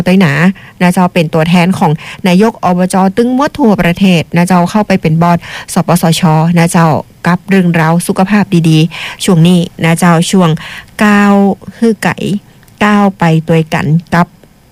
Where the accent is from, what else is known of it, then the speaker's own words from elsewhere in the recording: Lampang, Thailand; จังหวัดลำปางบ้านเฮา